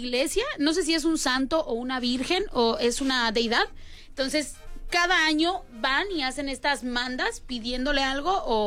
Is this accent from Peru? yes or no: no; Mexico; somos mexicanos